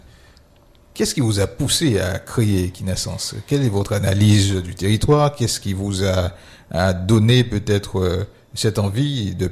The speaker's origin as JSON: {"language": "French", "region": "Guadeloupe", "country": "France", "tie": "born or raised there", "said": "J'ai grandi un peu sur la Basse-Terre quand j'étais petit, et j'aime beaucoup cette zone de la Guadeloupe"}